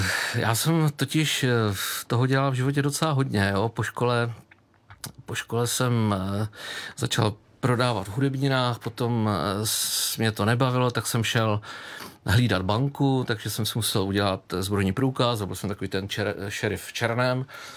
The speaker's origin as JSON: {"language": "Czech", "region": "Moravia", "country": "Czechia", "said": "No a pak máme, že jo, protože máme dům a jsme z Moravy, takže máme slepičky na vajíčka a tak"}